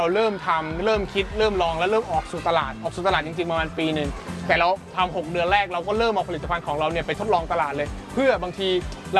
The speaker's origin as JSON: {"language": "Thai", "town": "Ko Samui", "region": "Surat Thani", "country": "Thailand", "said": "แล้วผมเป็นคนชาวสมุยผมต้องเล่าให้พี่ฟังนะผมเป็นชาวสมุยทีนี้สมุยเนี่ยมันเป็นเมืองท่องเที่ยวมันไม่ใช่เมืองของ IT เท่าไหร่"}